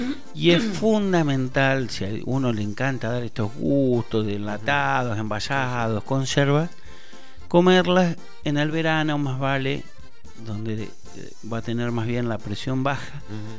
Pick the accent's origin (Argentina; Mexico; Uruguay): Argentina; Paraná, Entre Ríos; yo en realidad soy de Villa Almendral.